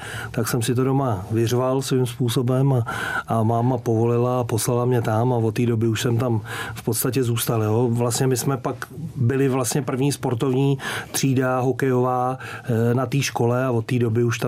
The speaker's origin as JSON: {"language": "Czech", "town": "Litvínov", "region": "Ústí nad Labem Region", "country": "Czechia", "tie": "born there"}